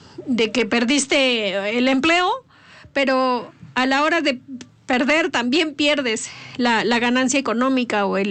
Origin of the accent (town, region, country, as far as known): Mexico